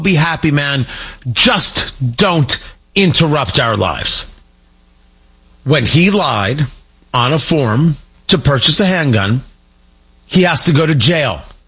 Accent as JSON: {"language": "English", "country": "United States", "tie": "born there", "said": "I was born in the United States."}